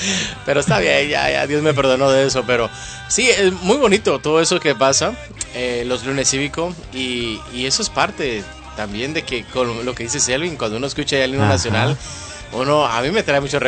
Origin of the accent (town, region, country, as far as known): Guatemala; moved away